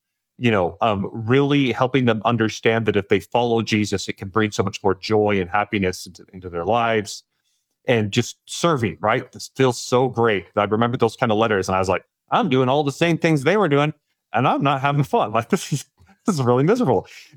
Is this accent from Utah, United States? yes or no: no; Idaho, United States; So I grew up in Idaho. in a family of 9 kids, very conservative family.